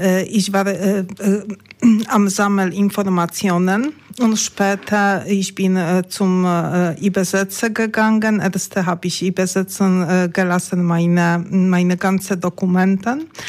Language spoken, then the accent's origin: German; Poland; first language Polish; German is a second language; now in Germany; weil wir sprechen nicht auf meine Muttersprache, weil ich befinde ich mich nicht in meinem Heimatland Polen, nur ich bin hier jetzt in Deutschland.